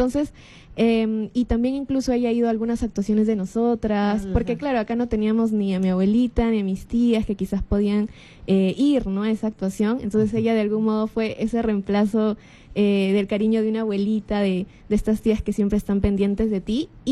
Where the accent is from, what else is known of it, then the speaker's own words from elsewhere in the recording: Lima, Peru; also born or lived in Trujillo, Peru; Nosotros con mi familia, nacimos en Trujillo, pero nos mudamos acá en Lima